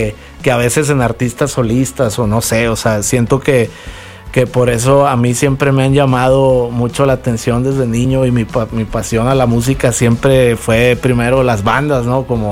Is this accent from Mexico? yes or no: yes; Sinaloa, Mexico; yo crecí con esa música. Claro. Pues soy de Sinaloa.